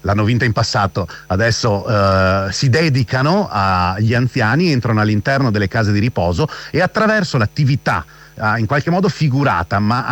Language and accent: Italian; Veneto, Italy; Per i non veneti, io sono veneto, è Barca e Casa